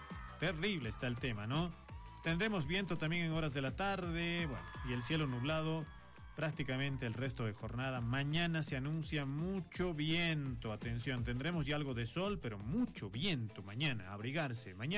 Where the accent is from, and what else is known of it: Bolivia